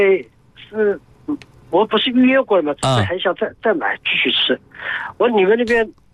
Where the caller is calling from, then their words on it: Wuxi, Jiangsu, China; 我是无锡的。